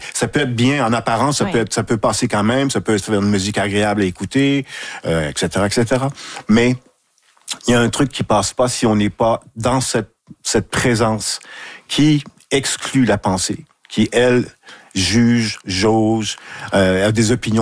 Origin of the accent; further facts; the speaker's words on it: Saguenay, Quebec, Canada; C'est le milieu d'où je viens. Je viens de Saguenay. J'ai été éduqué, élevé à côté de l'usine